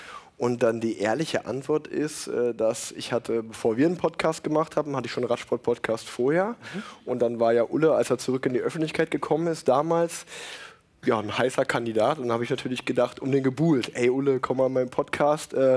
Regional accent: Unna, North Rhine-Westphalia, Germany; Ich bin in Unna groß geworden, in der Nähe von Dortmund, das heißt großer Borussia Dortmund-Fan

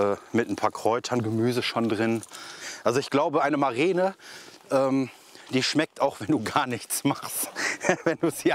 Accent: Germany; Und man hat mir nur eingebläut, ich bin aus der BRD.

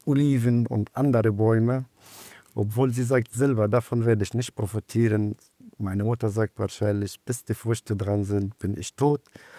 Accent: Gaza, Palestine; German is a second language; Gaza bleibt in meinem Herzen Gaza, mein Heimat. Und meine Stadt, wo ich ganz gerne wiedersehen möchte.

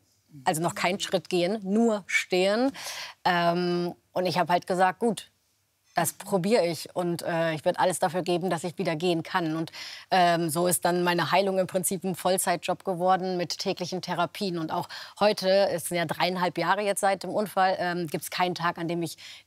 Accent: Cologne, North Rhine-Westphalia, Germany; born or raised there

